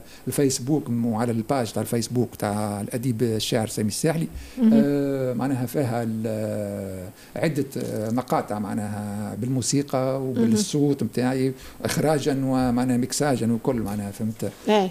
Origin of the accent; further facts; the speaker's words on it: Tunisia; خاطر عنا نحن أصول أمازيغية في تونس